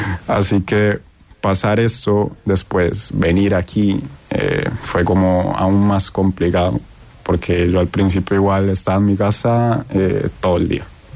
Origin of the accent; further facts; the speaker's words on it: Colombia; moved away; Yo vengo de Colombia.